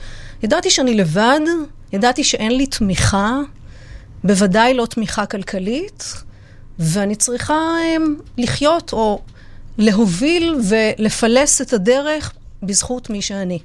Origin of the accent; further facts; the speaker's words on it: Nahariya, Northern District, Israel; now in Caesarea, Israel; גדלתי בנהריה, בשכונת פועלים להורים קשי יום.